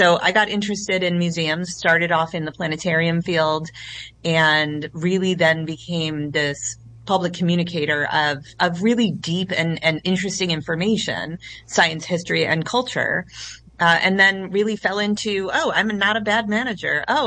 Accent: Rochester, New York, United States; my hometown of Rochester, New York.

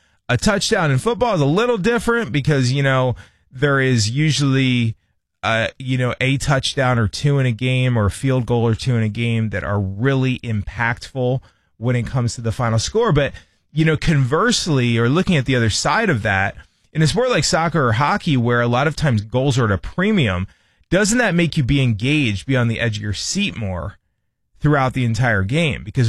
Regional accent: United States; as American sports fans

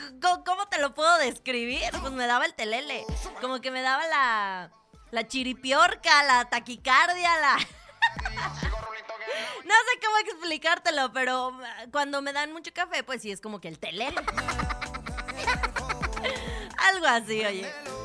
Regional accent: Mexico; Soy, pues, como una mexicana. Hermosa, preciosa, divina.

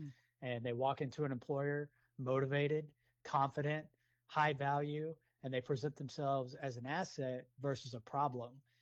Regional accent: Houston, Texas, United States; I grew up here in Houston. I went and served in the Marine Corps directly after high school from 1999 to 2003. Went to college after that at Texas State in San Marcos

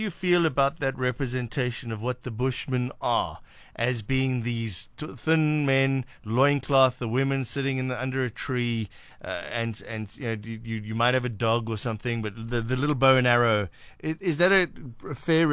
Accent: Cape Town, Western Cape, South Africa; I grew up in Cape Town

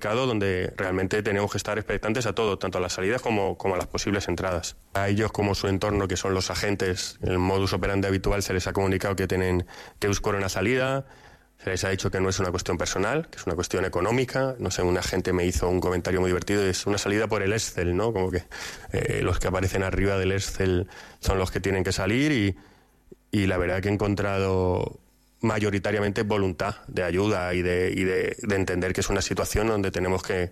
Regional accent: Argentina; moved away as an adult; now in Valladolid, Spain; yo vengo de Argentina

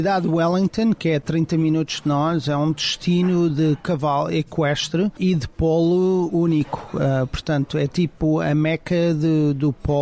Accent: Portugal; moved away as an adult; now in West Palm Beach, United States; eu cresci também em Portugal, nós somos um país de futebol

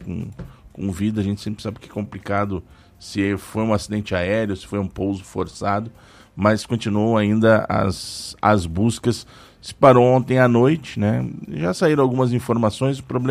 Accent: Brazil; Eu sou brasileiro com muito orgulho, com muito amor, né?

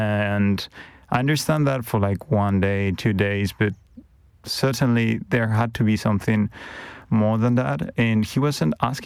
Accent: Madrid, Community of Madrid, Spain; English is a second language; now in United States; I grew up in Madrid, and I studied journalism in Madrid.

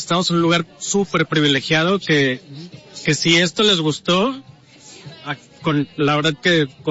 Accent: Guadalajara, Jalisco, Mexico; moved away as an adult; now in Baja California, Mexico; los dos somos de Guadalajara. Con ya casi 15 años viviendo en Baja California

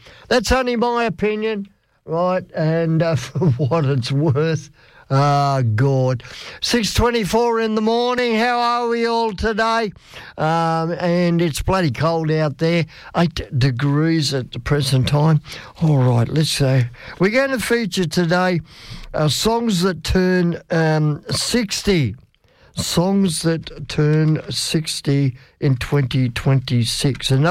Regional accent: Australia; I'm born and bred Australian

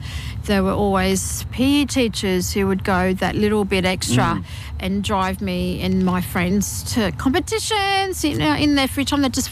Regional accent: Mackay, Queensland, Australia; From those early days, growing up in Mackay, and then we moved around Queensland to outback regions and smaller towns.

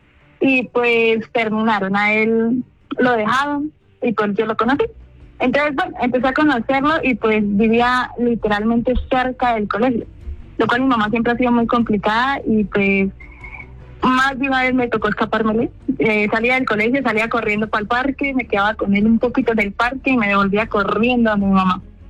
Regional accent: Boyacá, Colombia; Yo soy de Cama, Boyacá.

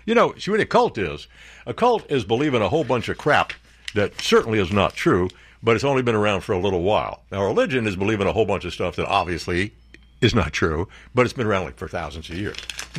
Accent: New Jersey, United States; Well, I'm from New Jersey.

